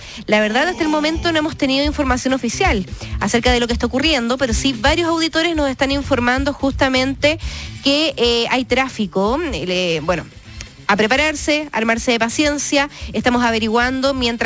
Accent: Uruguay; now in Rancagua, Chile; la uruguaya de Rancagua.

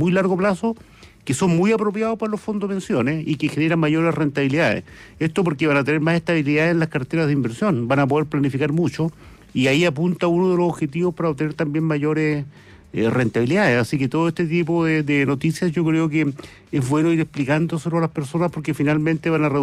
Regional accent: Chile; a mí, como ciudadano chileno, ahora me salgo un poco ahí, me gustaría que la inversión en Chile fuera mayor.

